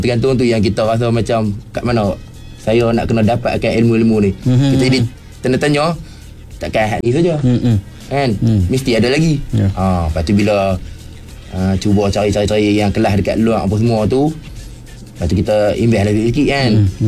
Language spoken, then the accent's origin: Malay; Perlis, Malaysia; Saya berasal daripada Perlis.